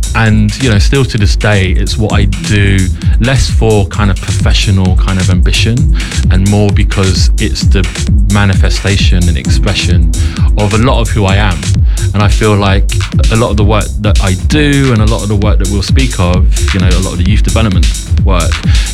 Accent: London, United Kingdom; You know, I was born and raised in London, you know, the music I was listening to was very London centric

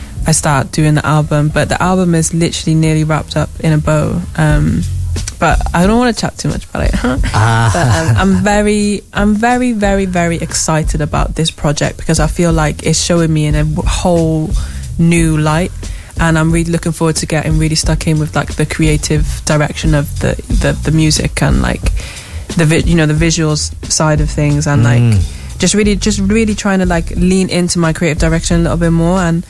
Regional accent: Wales, United Kingdom; outside of Wales as well. Like, whenever I go abroad or whatever I'm playing, like I'm always saying I'm from Wales. I'm not British

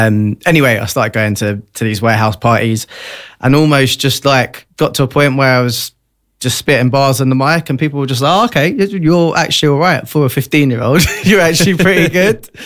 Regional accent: London, United Kingdom; Look, I'm not going to go into specifics, but yeah, I grew up in East London. I'm very well spoken now because of radio

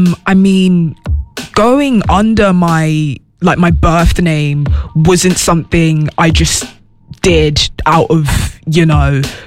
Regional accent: London, United Kingdom; I grew up in Southeast London, Peckham, to be exact. I grew up as an only child. I'm an only child.

